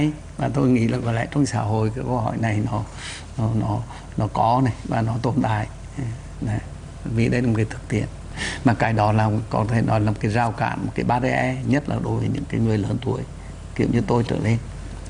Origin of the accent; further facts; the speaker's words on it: Quang Binh, Vietnam; moved away; Ngày xưa tôi là người không phải sống ở Hà Nội, sinh ra lớn lên ở Quảng Bình ngày xưa đấy.